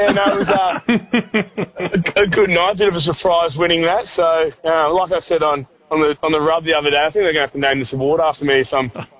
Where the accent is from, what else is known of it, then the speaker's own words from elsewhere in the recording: Moe, Victoria, Australia; I'm from Mowi.